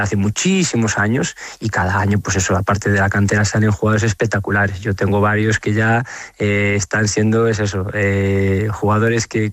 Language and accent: Spanish; Galicia, Spain; no voy a responder con una pregunta como buen gallego